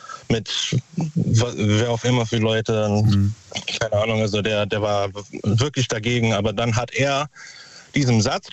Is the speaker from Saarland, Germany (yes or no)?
yes; Überherrn, Saarland, Germany; now in Konz, Germany